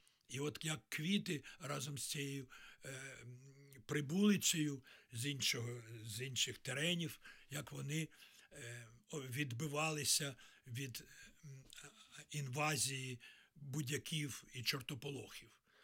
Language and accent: Ukrainian; Kyiv, Ukraine; also born or lived in Kraków, Poland; я сам народився на Подолі в подвір'ї на Воздвиженській вулиці, в подвір'ї, якому грали діти євреїв, татар, українців, молдаван.